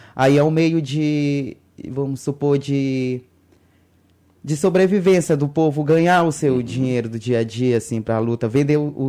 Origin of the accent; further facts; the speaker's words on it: Benjamin Constant, Amazonas, Brazil; now in Tabatinga, Brazil; Eu sou da cidade de Benjamim, já, já dançava por lá. Aí vim pra cá